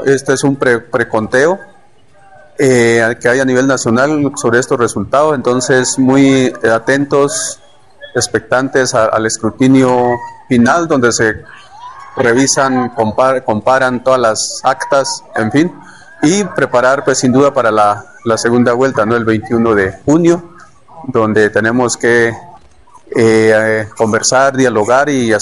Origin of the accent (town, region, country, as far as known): Colombia